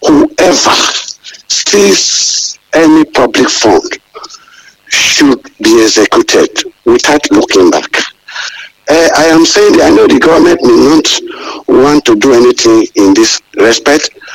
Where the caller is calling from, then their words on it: Ibadan, Oyo, Nigeria; I am from Ibadan. … I'm in Ibadan.